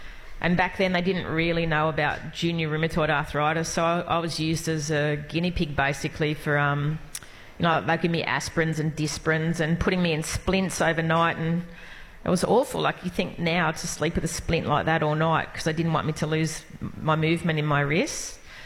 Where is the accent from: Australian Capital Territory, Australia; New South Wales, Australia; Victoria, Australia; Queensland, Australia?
New South Wales, Australia; Bondi; is growing up in Bondi and having brothers that were quite tough with me.